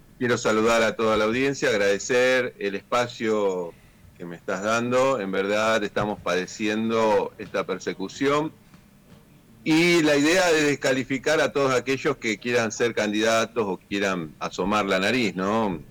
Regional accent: Junín, Buenos Aires Province, Argentina; yo soy de la ciudad de Junín, provincia de Buenos Aires.

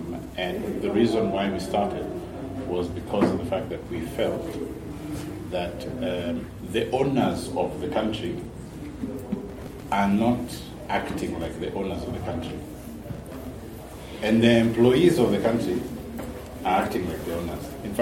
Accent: Kenya; Yes, I am Kenyan.

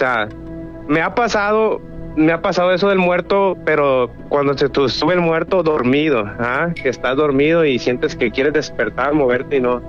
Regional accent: Santiago Ixcuintla, Nayarit, Mexico; tengo una historia que yo soy originario de Santiago Ixcuintla, Nayarit.

